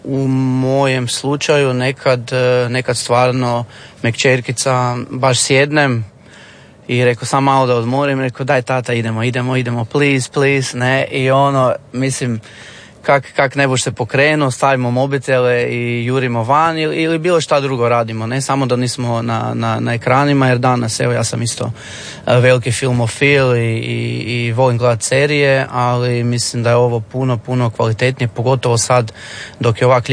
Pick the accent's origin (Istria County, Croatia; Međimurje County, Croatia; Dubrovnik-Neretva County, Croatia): Međimurje County, Croatia; Čakovec; ja sam iz Čakovca u svojem gradu